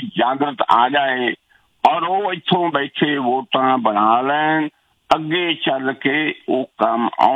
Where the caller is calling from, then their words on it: Hoshiarpur, Punjab, India; ਹੁਸ਼ਿਆਰਪੁਰੇ ਜੀ, ਮੈਂ ਭਾਰਤ ਦਾ ਹੀ ਸਿਟੀਜਨ ਹਾਂ, 33 ਸਾਲ ਹੋ ਗਏ ਮੈਨੂੰ ਇੱਥੇ